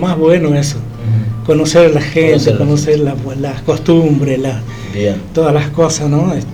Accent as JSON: {"language": "Spanish", "region": "Salta", "country": "Argentina", "moved": "yes", "lives_now": "Misiones, Argentina", "said": "yo soy salteño. Uh-huh. Acá en Misiones familiares no tengo."}